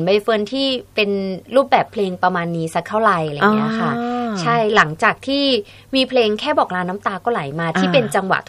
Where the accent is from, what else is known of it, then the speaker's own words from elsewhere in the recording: Korat, Nakhon Ratchasima, Thailand; moved away; หนูก็เลยบอกเราเป็นคนโคราชอะเนาะหนูรักบ้านเกิดตัวเองค่ะ